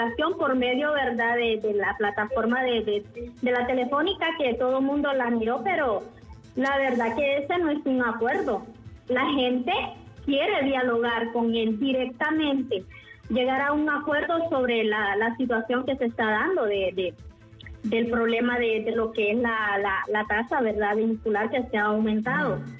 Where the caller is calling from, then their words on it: El Progreso, Yoro, Honduras; somos del sector del Progreso